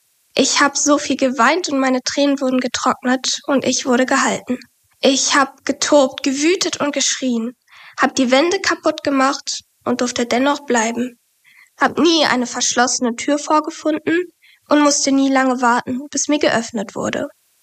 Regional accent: Essen, North Rhine-Westphalia, Germany; born there; ich bin 20 Jahre alt. Ich komme gebürtig aus Essen und studiere in Bochum, Literaturwissenschaft und Medienwissenschaft.

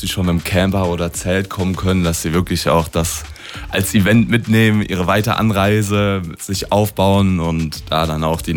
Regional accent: Anzhausen, North Rhine-Westphalia, Germany; now in Siegen, Germany; Wir sind zwar an dem Ort groß geworden, aber sind mittlerweile wohnorttechnisch nach Siegen gezogen.

